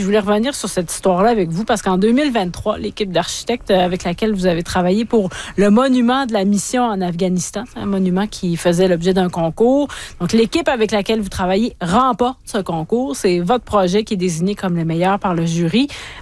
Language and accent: French; Alma, Quebec, Canada; moi, comme almatoise